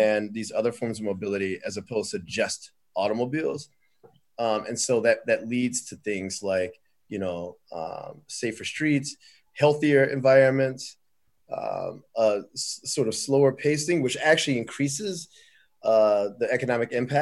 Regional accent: Detroit, Michigan, United States; I'm from Detroit, you know, myself, you know, and so, you know, I can't imagine them putting a bike lane on 7 Mile, for instance.

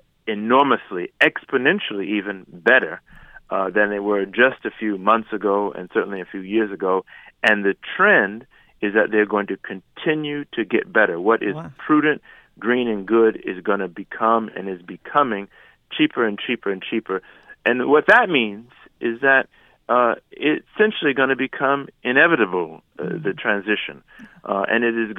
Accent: Detroit, Michigan, United States; in the great city of Detroit, my hometown, and around the country and around the world.

